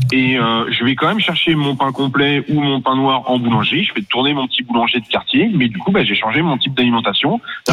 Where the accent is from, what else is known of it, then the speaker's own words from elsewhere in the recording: Saumur, Pays de la Loire, France; je suis natif de Saumur, exactement à côté d'Angers